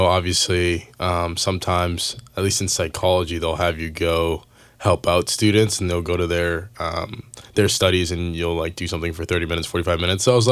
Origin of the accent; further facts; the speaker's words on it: Massachusetts, United States; I'm from Massachusetts.